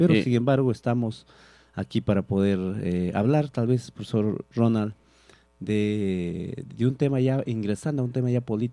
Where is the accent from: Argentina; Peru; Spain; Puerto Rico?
Peru